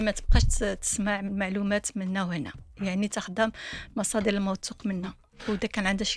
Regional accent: Morocco

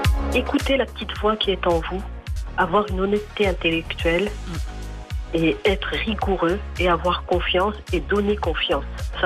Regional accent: France; also born or lived in Morocco; faut dire que j'ai baigné dans deux cultures. J'ai grandi en France, puis après, donc, revenu au pays, donc, avec les parents

